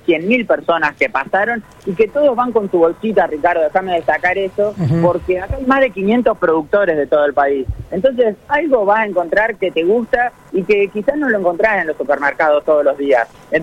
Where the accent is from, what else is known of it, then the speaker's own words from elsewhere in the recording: Norberto de la Riestra, Buenos Aires, Argentina; also born or lived in Saladillo; yo nací en Saladillo, así que yo soy de Norberto de la Riestra, muy cerquita, una hora de Saladillo, y bueno, mi mamá se hacía atender ahí, así que bueno, tuve el privilegio de nacer en la ciudad del Vasco Libertigochea